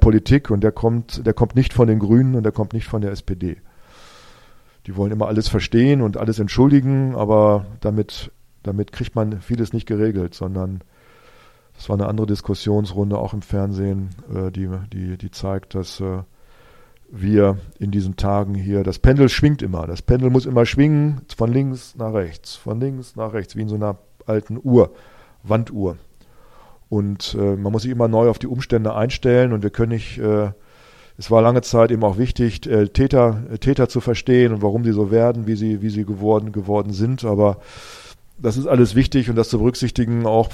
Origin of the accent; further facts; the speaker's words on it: Germany; Gottes in Deutschland. Ich bin ich berufen. Und hier zu wirken, dass sich hier was verändert, in meinem Heimatland, in der Nation, in der ich lebe